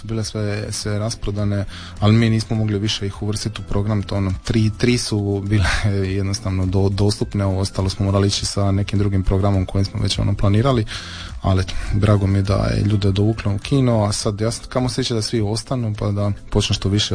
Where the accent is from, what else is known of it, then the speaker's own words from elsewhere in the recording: Pašman, Zadar County, Croatia; ja isto dolazim sa Pašmana